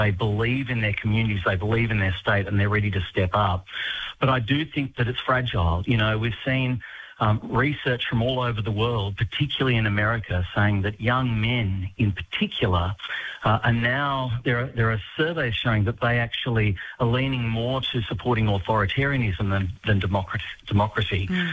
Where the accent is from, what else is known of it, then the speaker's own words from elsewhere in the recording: Australia; You know, I grew up on the Murray River. I live now on the north coast of New South Wales.